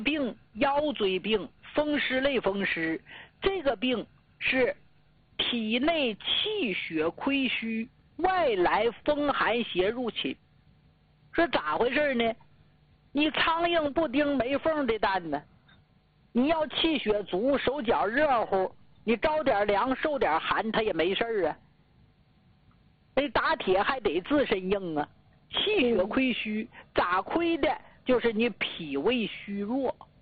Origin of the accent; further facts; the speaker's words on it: Jilin, China; moved away; 咱们吉林老家